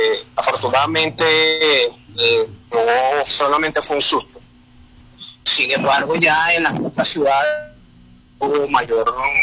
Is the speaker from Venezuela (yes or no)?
yes; Caracas, Capital District, Venezuela; yo soy caraqueño